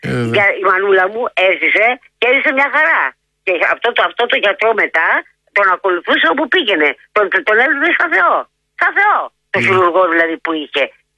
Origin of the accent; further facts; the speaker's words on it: Chalcis, Central Greece, Greece; Γιατί είμαι από τη Χαλκίδα και δεν τη γυρίζω πίσω.